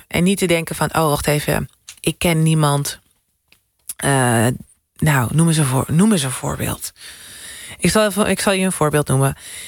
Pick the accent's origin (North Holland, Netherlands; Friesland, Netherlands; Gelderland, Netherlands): North Holland, Netherlands; Haarlem; also born or lived in Amsterdam; ik kom uit Amsterdam. Dan zeggen mensen, maar waar kom je echt vandaan? Mm-hmm. En dan zeg ik, kom uit Haarlem.